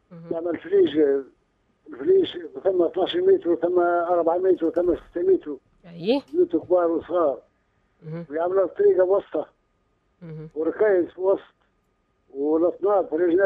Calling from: Kebili Governorate, Tunisia

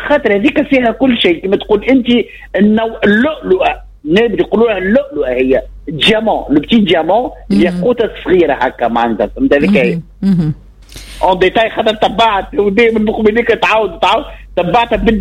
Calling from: Korbous, Nabeul Governorate, Tunisia; انا في قربص معناتها بحذاكم في قربص مش بعيد على ولايه نابل.

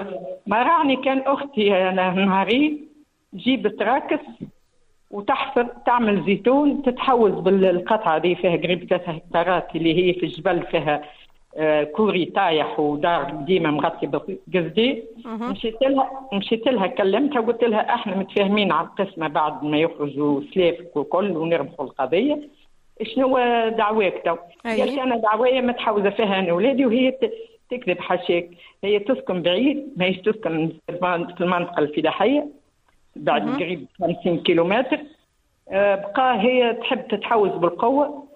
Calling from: Mateur, Bizerte Governorate, Tunisia

